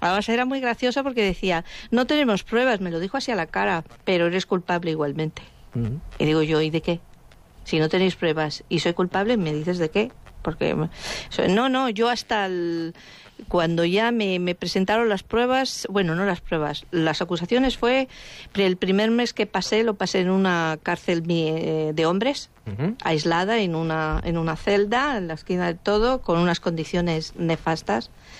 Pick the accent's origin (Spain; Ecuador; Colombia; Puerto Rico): Spain; moved away; yo soy también española